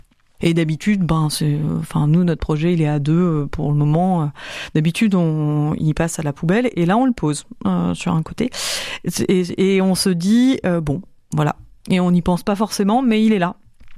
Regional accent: Nouvelle-Aquitaine, France; Je suis originaire de Gâtine. Je suis née ici dans une famille d'agriculteurs.

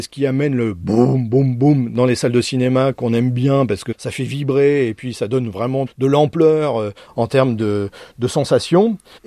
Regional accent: Rouen, Normandy, France; Moi, je suis rouennais, je suis normand, j'ai ma région chevillée au corps.

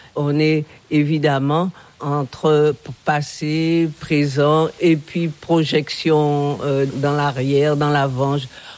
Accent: Saintes, Nouvelle-Aquitaine, France; born there; Je suis né à Saintes, tout à fait par hasard. En tous les cas, je me sens complètement issu de cette terre, issu de cette histoire.

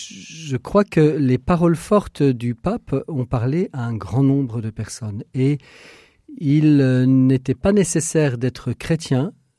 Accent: France

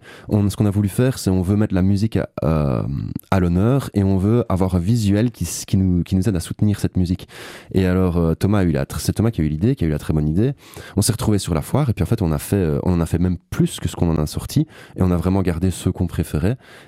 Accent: Liège, Wallonia, Belgium; je suis liégeois

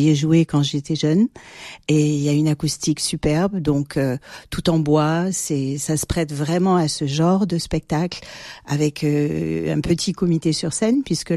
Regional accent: Nice, Provence-Alpes-Côte d'Azur, France; je suis niçoise et j'ai fait toutes mes études à Nice.

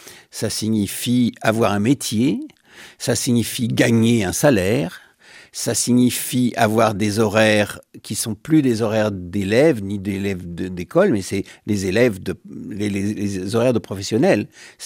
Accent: Paris, Île-de-France, France; Je suis parisien, je suis un petit parisien plutôt banlieusard, mais parisien, oui.

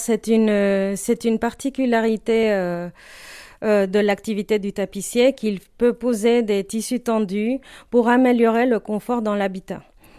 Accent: Morelos, Mexico; French is a second language; moved away; alors moi, je viens de Morelos, qui est un état au centre du Mexique.

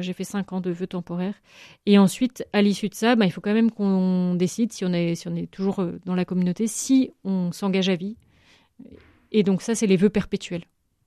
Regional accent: Brittany, France; D'abord, j'étais contente de revenir dans ma région d'origine. Et puis, toute la vie apostolique qui est à Brest est très riche.

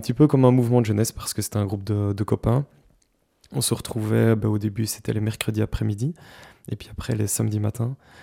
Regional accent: Dinant, Wallonia, Belgium; Alors moi, je proviens de la région de Dinan. Dans un petit village en pleine campagne, du petit village d'Awagne, à proximité donc de Dinan, effectivement.

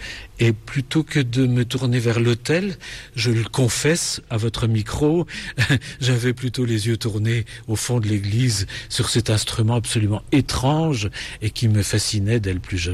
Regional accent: Besançon, Bourgogne-Franche-Comté, France; à Besançon, ma ville natale

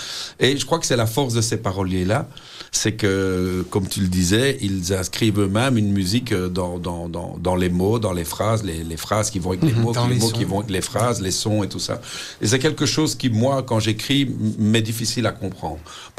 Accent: Molenbeek, Brussels, Belgium; born or raised there

